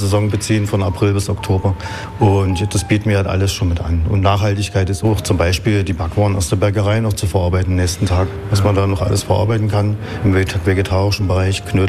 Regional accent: Brandenburg, Germany; also born or lived in Saxony / Oberstdorf; Nein, bin kein Finne. Ich bin Brandenburger, in Sachsen zu Hause.

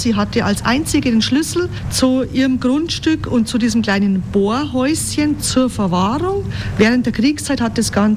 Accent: Bavaria, Germany; Wir werden auch oft für Österreicher gehalten, durch unseren Dialekt und durch die Mentalität. Wir sehen uns da also sehr, sehr ähnlich und sehr verwandt mit den Österreichern, fahren auch selber gerne nach Österreich Es sind ja nur 5 Minuten.

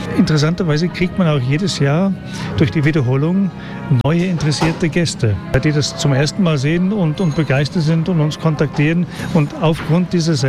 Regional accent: Bedford, East of England, United Kingdom; German is a second language; now in Austria

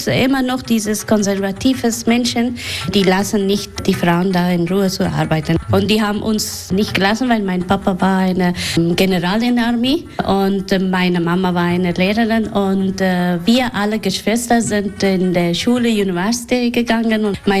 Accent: Afghanistan; now in Germany; ich weiß, dass ich so wie in Deutschland leben kann, in Afghanistan, bleibe ich nicht hier. Das ist meine Heimat.

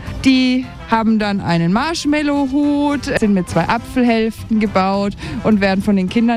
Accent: Rhön, Germany; wir kommen aus der Rhön, sind vorrangig in Rhön, Bad Kissingen und angrenzenden Landkreisen unterwegs.

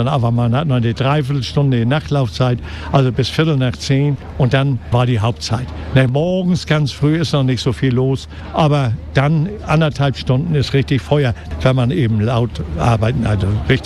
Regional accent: Hamburg, Germany

